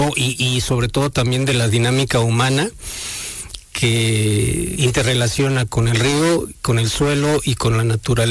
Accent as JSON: {"language": "Spanish", "town": "Izúcar de Matamoros", "region": "Puebla", "country": "Mexico", "tie": "born or raised there", "said": "yo estudié en la UAM Azcapotzalco, en Ciudad de México. Soy originario de Izúcar"}